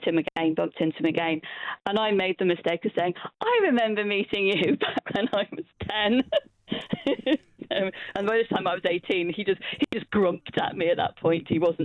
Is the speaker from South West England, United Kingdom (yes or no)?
yes; Bristol, South West England, United Kingdom; I grew up in Bristol